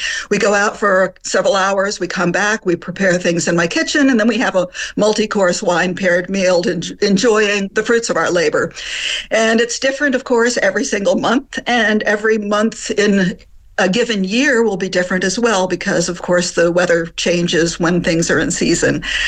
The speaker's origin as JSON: {"language": "English", "region": "Appalachia", "country": "United States", "tie": "born or raised there", "also_born_or_lived": "France"}